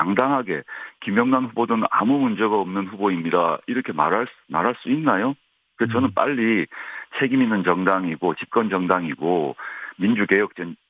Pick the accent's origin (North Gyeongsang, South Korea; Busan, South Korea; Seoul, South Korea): Busan, South Korea; moved away; 제 고향이 부산인데